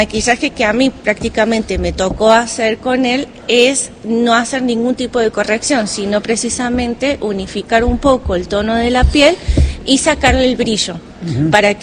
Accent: Villa Mercedes, San Luis, Argentina; yo soy de Villa Mercedes, que por ahí el alcance es más limitado

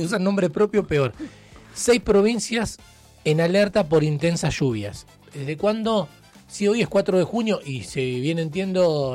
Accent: Argentina; somos argentinos todos

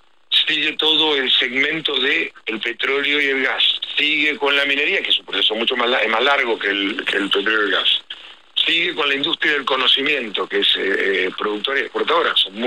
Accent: Argentina; este gigante que somos los argentinos

